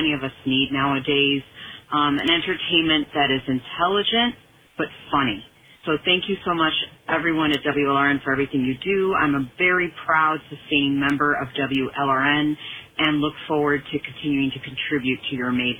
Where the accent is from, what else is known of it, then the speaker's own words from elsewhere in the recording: Pembroke Pines, Florida, United States; from Pembroke Pines